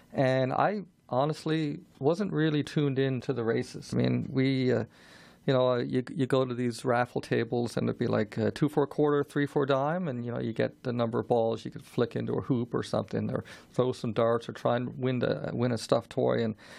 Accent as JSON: {"language": "English", "region": "Newfoundland and Labrador", "country": "Canada", "tie": "born or raised there", "lives_now": "Calgary, Canada", "said": "the numerous cultural and other differences between Calgary, Alberta, and where I grew up in Newfoundland."}